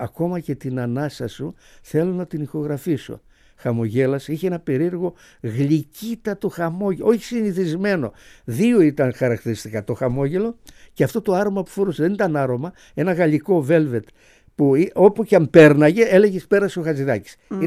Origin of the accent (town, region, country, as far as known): Greece